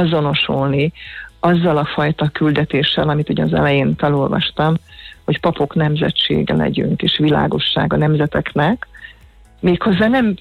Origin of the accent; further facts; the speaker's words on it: Hungary; nagyon magyarok voltunk